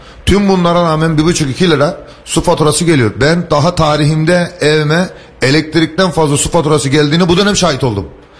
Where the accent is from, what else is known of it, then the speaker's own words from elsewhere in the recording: Elbistan, Kahramanmaraş, Turkey; now in Mersin, Turkey; benim doğup büyüdüğüm Maraş'ın Elbistan'ın bilmem Uzunpınar köyünün büyükşehir statüsünde mahalle yapıldı.